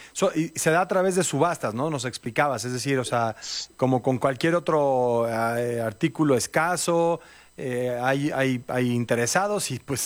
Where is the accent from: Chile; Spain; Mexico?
Mexico